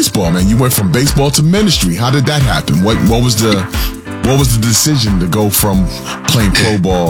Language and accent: English; New York, United States; I'm a New Yorker.